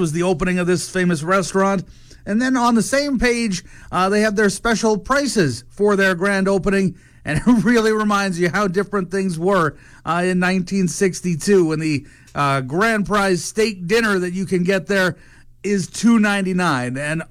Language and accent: English; Winnipeg, Manitoba, Canada; moved away; I grew up in Manitoba